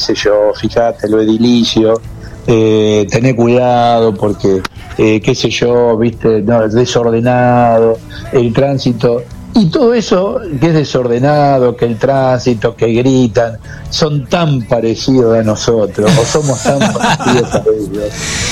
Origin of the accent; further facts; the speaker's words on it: Argentina; te escuchan que sos argentino